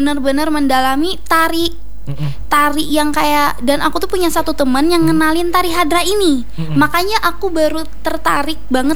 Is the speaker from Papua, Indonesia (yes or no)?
no; Palangka Raya, Central Kalimantan, Indonesia; Anak sanggar hadrah gitu dari Palangka. Kebetulan sama nih kami dari Palangka.